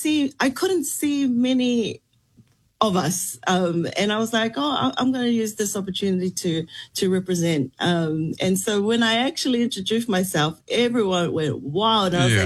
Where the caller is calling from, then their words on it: South Korea; So I'm tuning in from Korea, and it's just been a really proud moment to see all the Tongan people online just really engage with my little disco on the stage.